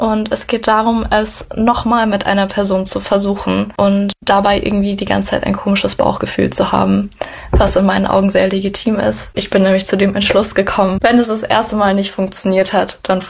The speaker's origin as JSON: {"language": "German", "town": "Munich", "region": "Bavaria", "country": "Germany", "tie": "born or raised there", "said": "Ich komme ursprünglich aus München, also bin hier geboren und aufgewachsen."}